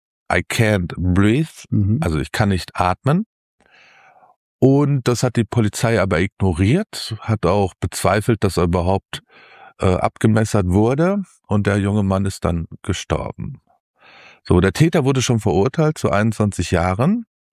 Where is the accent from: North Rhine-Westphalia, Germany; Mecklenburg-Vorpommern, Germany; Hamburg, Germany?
North Rhine-Westphalia, Germany; Hagen; ich komme ja aus Hagen, und dieses Wort wird nur in Hagen verwendet.